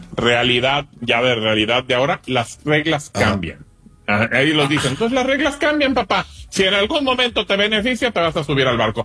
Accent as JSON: {"language": "Spanish", "country": "Mexico", "said": "Así somos los mexicanos, para donde vaya."}